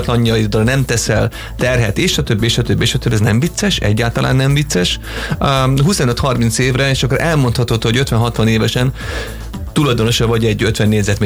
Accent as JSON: {"language": "Hungarian", "country": "Hungary", "said": "itt Magyarországon hagyományosan, ugye mi az ingatlan tulajdonlásában vagyunk folyamatosan hozzászokva, és abba szocializáltunk, ebben nőttünk föl."}